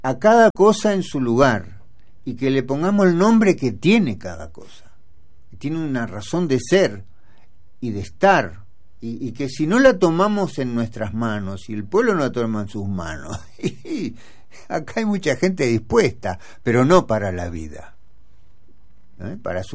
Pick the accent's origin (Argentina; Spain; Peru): Argentina; Villa Fiorito, Buenos Aires Province; como somos de Fiorito.